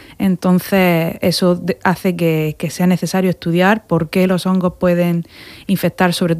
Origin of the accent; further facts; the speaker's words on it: Fuente Álamo, Region of Murcia, Spain; also born or lived in Durham, North Carolina, United States / Elche, Spain; yo soy de Las Palas, de Murcia. Y estudié biología en la Universidad de Murcia, ahí me doctoré y luego me mudé a Estados Unidos, a la Universidad de Duke, donde he estado 4 años.